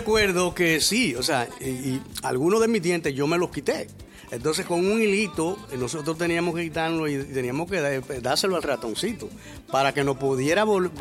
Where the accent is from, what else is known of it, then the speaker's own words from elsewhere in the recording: Dominican Republic; moved away; a los Alejandro en mi país le dicen Jando. Aquí le dicen Jano.